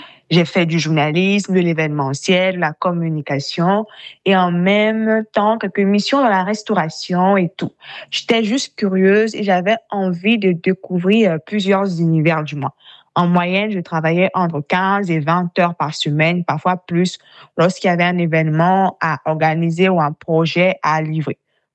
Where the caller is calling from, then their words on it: Abidjan, Côte d’Ivoire; je vis à Abidjan.